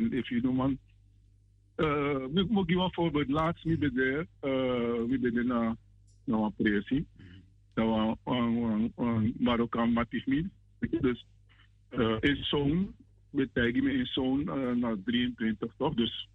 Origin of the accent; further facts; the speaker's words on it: Netherlands; also born or lived in Suriname; Ik ben geboren in Suriname, maar Migrokon in Holland.